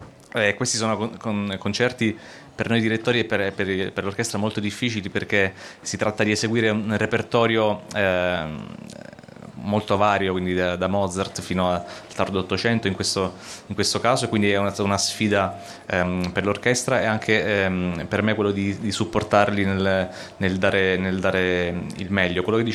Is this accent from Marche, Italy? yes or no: no; Sicily, Italy; now in Weimar, Germany; sono siciliano, vado un po' a casa anche perché da un anno a questa parte lavoro, vivo in Germania, a Weimar.